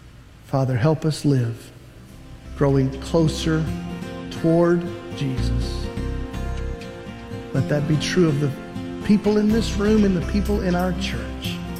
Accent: United States; So as an American

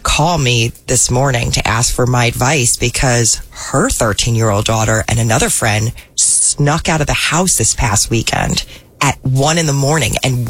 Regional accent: New Jersey, United States; born or raised there

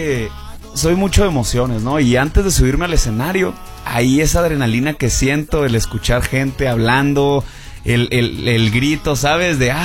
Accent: Hermosillo, Sonora, Mexico; now in Mexico City, Mexico; De que yo, pues soy de Hermosillo, todo el tiempo tuve este sueño de la música, pero no sabía cómo avanzar, no sabía qué hacer.

